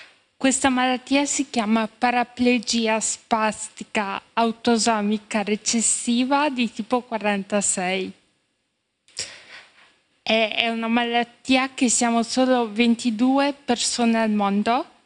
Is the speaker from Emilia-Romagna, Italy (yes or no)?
yes; Reggio Emilia, Emilia-Romagna, Italy; ho 26 anni e vengo da Reggio Emilia.